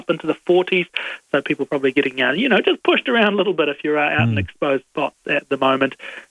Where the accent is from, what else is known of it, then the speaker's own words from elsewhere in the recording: Wellington, New Zealand; I'm from Wellington.